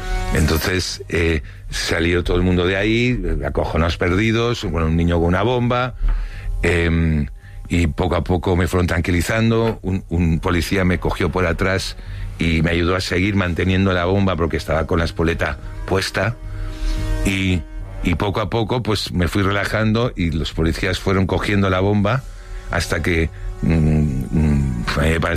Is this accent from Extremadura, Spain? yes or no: no; Barcelona, Catalonia, Spain; born there; Pero si yo nacido en Barcelona, ¿por qué soy murciano?